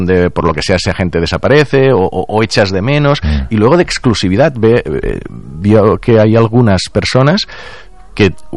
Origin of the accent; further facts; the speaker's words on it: Catalonia, Spain; Pues algunas cosas, mira que soy del Delta del Ebre, allí mosquitos, sí.